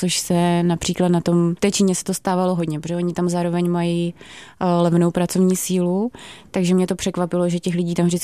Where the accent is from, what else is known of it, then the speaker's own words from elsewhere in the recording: Prague, Czechia; To bylo v Praze, já jsem z Prahy.